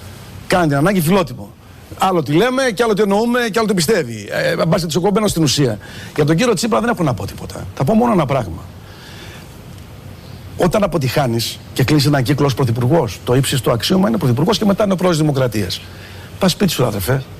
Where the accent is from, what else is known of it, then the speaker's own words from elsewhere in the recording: Greece; Εγώ ούτε δεξιός είμαι ούτε ψευτοαριστερός. Εγώ είμαι Έλληνας πατριώτης.